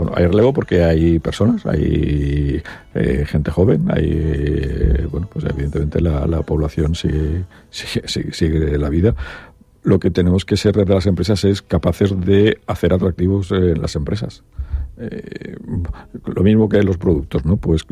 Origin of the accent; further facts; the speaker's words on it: Elda, Valencian Community, Spain; quizá nosotros porque somos muy de Elda, hablamos del calzado y tenemos esa imagen gloriosa